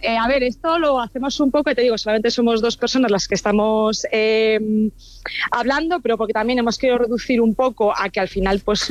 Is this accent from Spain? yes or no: yes; Miranda de Ebro, Castile and León, Spain; Por eso quería hacer algo en mi tierra, en Miranda.